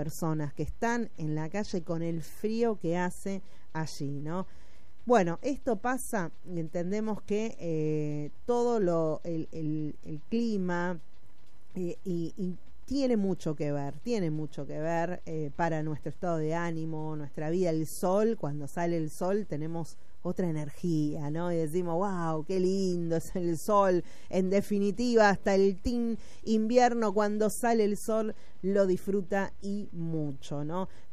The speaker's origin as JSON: {"language": "Spanish", "country": "Argentina", "said": "esta es nuestra estilo de vida, estos somos como argentinos, ¿no?"}